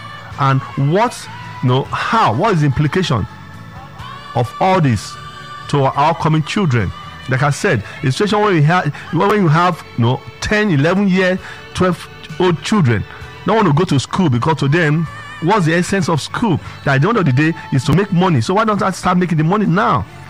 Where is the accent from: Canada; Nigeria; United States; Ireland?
Nigeria; Lagos; I grew up in Ajegunle, Olodia Papa. At that point, that's where pickpockets were rampant.